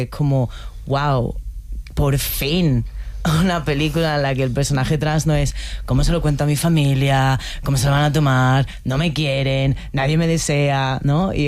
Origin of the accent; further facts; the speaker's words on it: Málaga, Andalusia, Spain; moved away; yo soy de Málaga, pero, o sea, me fui, ¿no? Muchísimo antes incluso de transitar, yo me fui siendo lesbiana.